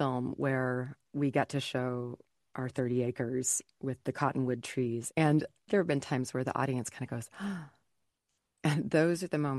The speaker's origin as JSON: {"language": "English", "region": "Kansas", "country": "United States", "said": "And when I say, you know, I'm from Kansas, they're like, oh, Dorothy."}